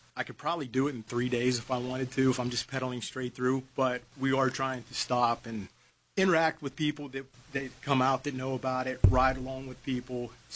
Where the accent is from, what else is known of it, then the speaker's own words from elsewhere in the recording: Butler, Pennsylvania, United States; then eventually it'll take you right through Butler, which is actually where I'm from originally. I'm from the Pittsburgh area.